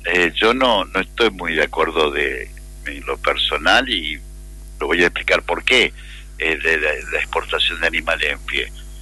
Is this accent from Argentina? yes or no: yes; Argentina; somos los argentinos